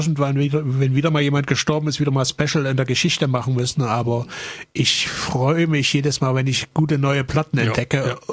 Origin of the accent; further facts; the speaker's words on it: East Germany, Germany; born there; was ich als geborener Ostdeutscher nie verstanden habe.